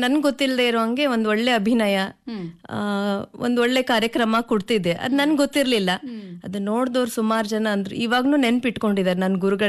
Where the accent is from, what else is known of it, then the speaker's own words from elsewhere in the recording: Raichur, Karnataka, India; ನನ್ನ ಹುಟ್ಟೂರು ರಾಯಚೂರು. ನಾನು ಮೂಲತಃ ರಾಯಚೂರಿಂದ ಬಂದಳು. ನನ್ನ ಬಾಲ್ಯ ಎಲ್ಲ ರಾಯಚೂರಲ್ಲಿ ಆಗಿದ್ದು.